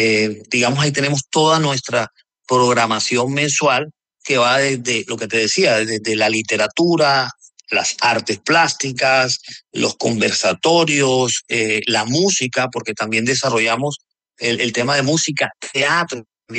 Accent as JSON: {"language": "Spanish", "town": "Barranquilla", "region": "Atlántico", "country": "Colombia", "said": "Bueno, Carlos, yo como barranquillero, yo me siento muy orgulloso"}